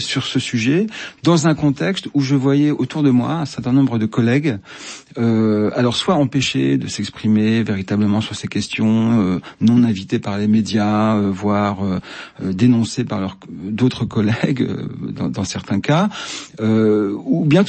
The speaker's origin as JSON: {"language": "French", "country": "France", "said": "Et moi, je suis français"}